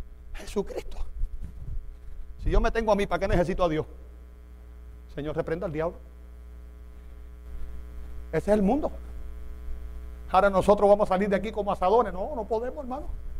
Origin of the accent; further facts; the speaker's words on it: Cuba; moved away; nosotros decimos, en Cuba le decimos a veces la guataca también